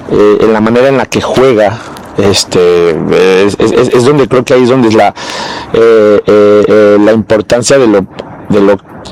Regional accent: Mexico; moved away as an adult; now in Hungary; como mexicano siempre da ilusión de representar a mi país en un mundial.

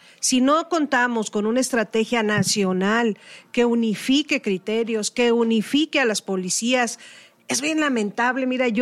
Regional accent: Mexico; Somos mexicanos

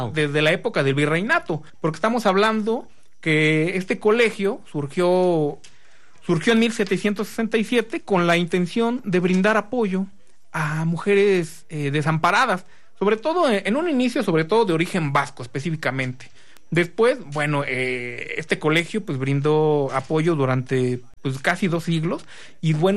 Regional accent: Mexico; como mexicano pues conozcamos nuestra historia.

